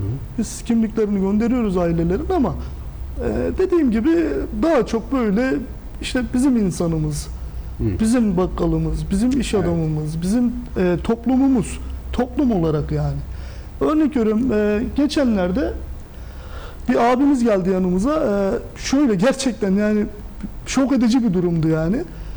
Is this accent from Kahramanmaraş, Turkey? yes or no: yes; Kahramanmaraş, Turkey; now in Mersin, Turkey; ben Mersinli değilim, Kahramanmaraşlıyım ama sokaklarda büyüdüm.